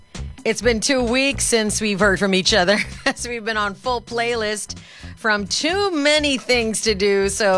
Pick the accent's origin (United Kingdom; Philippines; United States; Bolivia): Philippines; I'm Filipino.